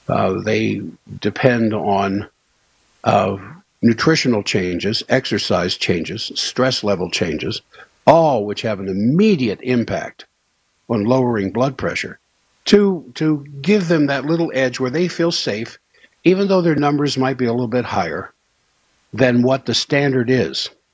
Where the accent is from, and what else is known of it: Washington, District of Columbia, United States; born or raised there; now in Salt Lake City, United States